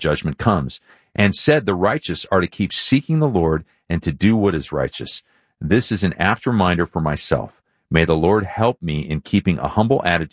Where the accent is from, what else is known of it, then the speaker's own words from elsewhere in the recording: England, United Kingdom; I'm not gifted in language. But I'm English.